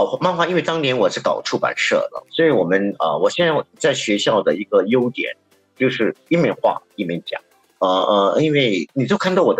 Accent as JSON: {"language": "Chinese", "country": "Singapore", "said": "你知道我们新加坡人吃在富靠达吃东西以后"}